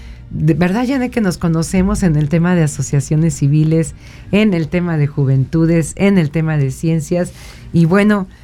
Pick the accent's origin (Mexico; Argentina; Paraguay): Mexico; San Luis Potosí; nuestra esencia como mexicanas, nuestra esencia como potosinas